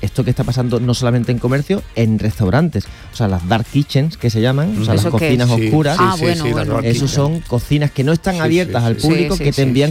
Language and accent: Spanish; Cádiz, Andalusia, Spain; born there; Bueno, yo nací en Cádiz y entonces...